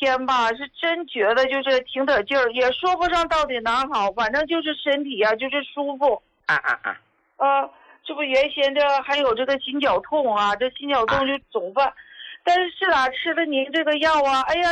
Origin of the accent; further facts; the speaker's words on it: Daqing, Heilongjiang, China; 胡老师，我是大庆的。